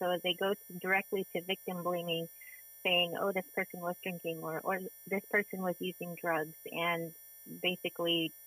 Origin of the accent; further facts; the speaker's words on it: Shungnak, Alaska, United States; now in Wasilla, United States; I am from Shugnak, Alaska. My family still lives there, but I live in Wasilla with my three-year-old son.